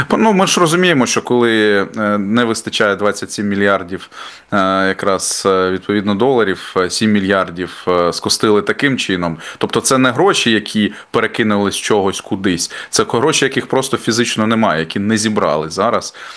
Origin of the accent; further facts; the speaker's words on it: Kyiv, Ukraine; хоча я киянин, звичайно, воно в мене під носом столиця